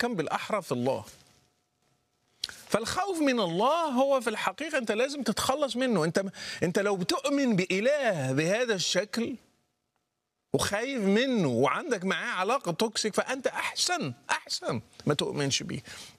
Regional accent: Morocco; لأنه كان عندنا في المغرب فكرة أو من ضمن التخويف أنه لو ما صليتش ممكن تتدارك الأمر

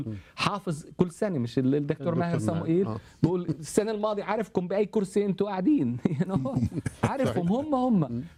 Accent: Syria; أنا سوري استخدمت اليوم تعبير الصبح

